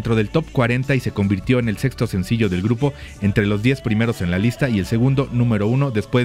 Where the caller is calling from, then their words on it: Tlaxcala, Mexico; de Tlaxcala.